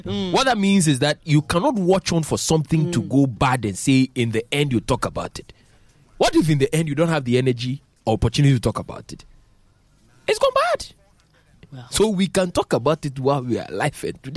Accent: Ghana; Because I'm Ghanaian

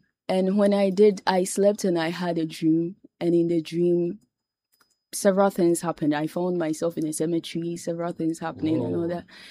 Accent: Jache Prom, Ashanti, Ghana; I'm from Bosomche. I'm from Jache, Jache Prom.

